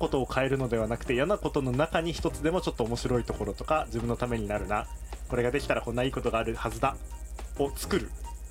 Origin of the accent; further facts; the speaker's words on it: Kitahiroshima, Hokkaido, Japan; 僕らはこう大曲の出身なので